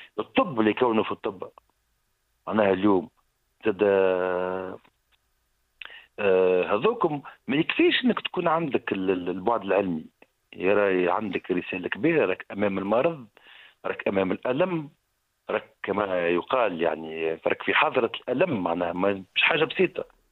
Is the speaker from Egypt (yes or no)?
no; Tunisia; عندنا في تونس